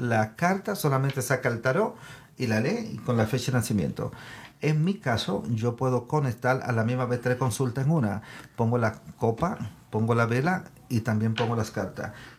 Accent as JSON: {"language": "Spanish", "country": "Netherlands", "tie": "born or raised there", "also_born_or_lived": "Dominican Republic", "said": "Pero yo solamente nací allá, crecí en Holanda, porque me llevaron muy chico a Europa. Y allá hice mi high school, el Mabo, que le dicen en holandés."}